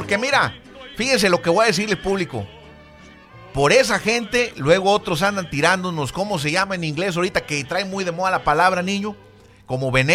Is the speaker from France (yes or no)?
no; Mexico; porque somos mexicanos